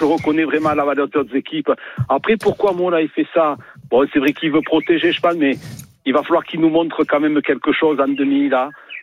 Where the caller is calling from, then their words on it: Toulouse, Occitanie, France; De Toulouse.